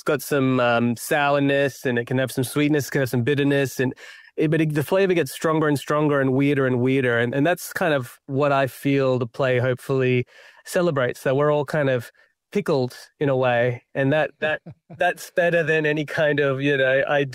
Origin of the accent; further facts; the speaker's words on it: Perth, Western Australia, Australia; because I'm Sri Lankan Tamil, and I was born in Perth, but my parents, they were, they're migrants